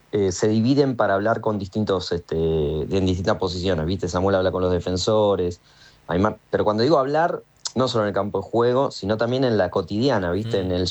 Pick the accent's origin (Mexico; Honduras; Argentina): Argentina